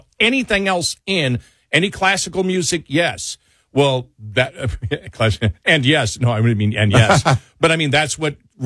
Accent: United States; I grew up on the Canadian border, so a lot of right. Canadian yeah. rock outside

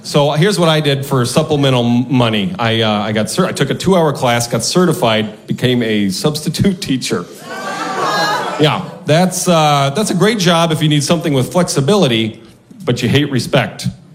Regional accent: Omaha, Nebraska, United States; now in Milwaukee, United States; I grew up in Omaha. I went to private schools.

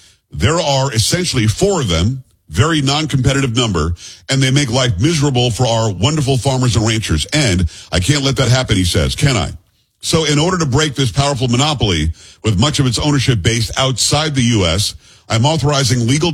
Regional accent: Florida, United States; when I grew up in South Florida

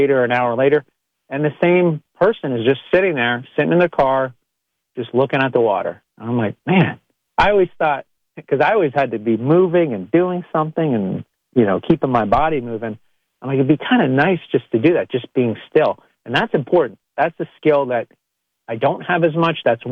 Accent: Ontario, Canada; I grew up on the St. Lawrence River, small town in Eastern Ontario, Canada, kind of near the Thousand Islands, about 50 miles east of the Thousand Islands. St. Lawrence River, very beautiful, very scenic. And our town had this really nice dock area.

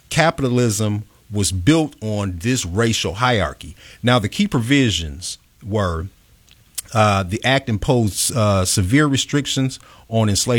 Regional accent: Kansas City, Missouri, United States; now in Chicago, United States; You know, I've been living in Chicago for 4 years now. I moved here from Kansas City

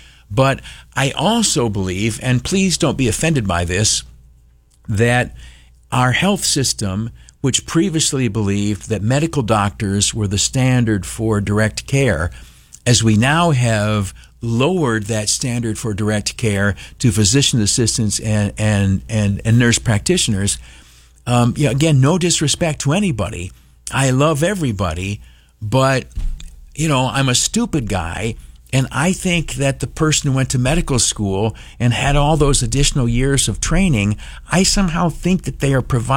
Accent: Hornell, New York, United States; born there; I was born in Hornell.

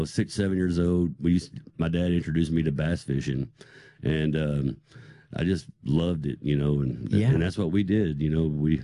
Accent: Texas, United States; But so I grew up in Texas, been there pretty much all my life.

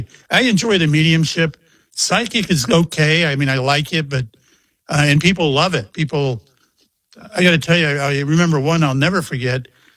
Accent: Mayport, Florida, United States; out of my hometown of Mayport, where I live. I live 20 miles from the base.

